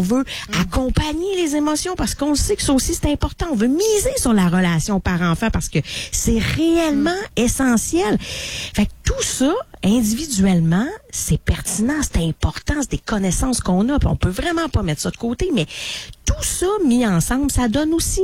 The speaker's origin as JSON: {"language": "French", "region": "Quebec", "country": "Canada", "said": "Là, t'sais, hein? On est proche de Montréal, proche de Québec. Ouais, on est entre tout."}